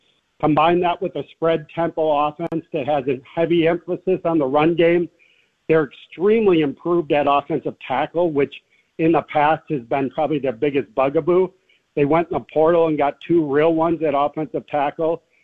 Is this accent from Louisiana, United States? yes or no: no; Wisconsin, United States; I arrived in Auburn yesterday after hitting up a couple high schools on the way down from my home state of Wisconsin